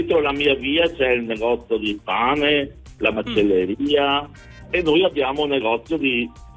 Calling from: Veneto, Italy; Io sono della provincia di Padova.

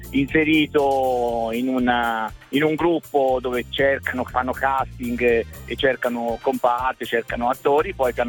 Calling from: Lucca, Tuscany, Italy; Chiamo da Lucca.

